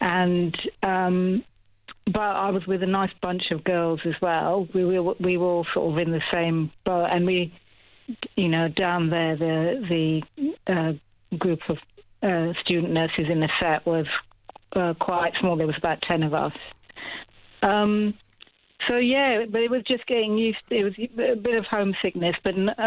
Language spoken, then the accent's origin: English; London, United Kingdom; moved away as an adult; also born or lived in Cornwall; I grew up in London, but I went to train in Cornwall. So it was a long way away from home.